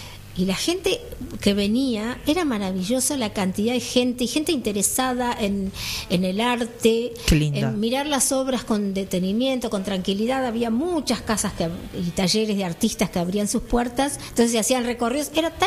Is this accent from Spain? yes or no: no; San Isidro, Buenos Aires Province, Argentina; yo toda mi vida hice todo, sí, en San Isidro, vivo desde siempre.